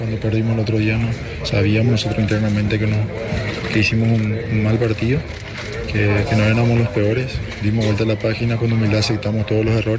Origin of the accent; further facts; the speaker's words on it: Paraguay; Creo que son parte de nuestros valores como selección, como paraguayo